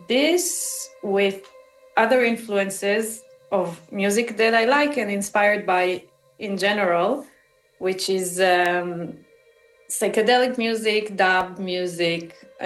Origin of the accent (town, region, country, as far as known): Israel; born or raised there; English is a second language